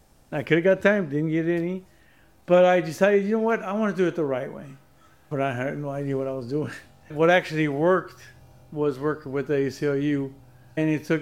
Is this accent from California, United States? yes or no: yes; Compton, California, United States; But because I grew up in Compton, yes, I grew up around gang members.